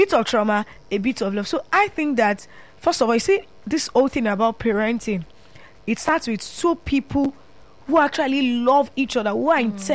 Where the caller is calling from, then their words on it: Lagos, Nigeria; I'm calling from the studio right here in the city of Lagos.